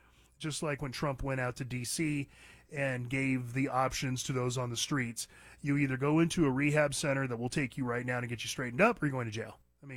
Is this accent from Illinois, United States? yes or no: no; California, United States; moved away as an adult; now in Nevada or Arizona desert, United States; I grew up in California, was born and raised. I left California at age 29, moved out to the desert, never looked back. I've got family still in California.